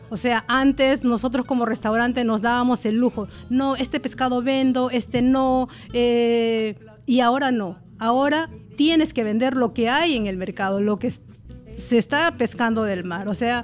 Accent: Lima, Peru; moved away; Y yo soy de la Sierra de Huaral.

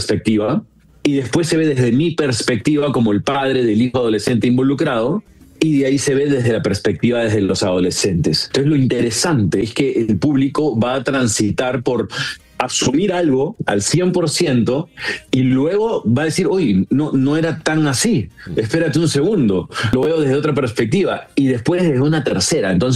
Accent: Peru; Y es una película muy interesante, que soy el único peruano, donde se habla catalán y español

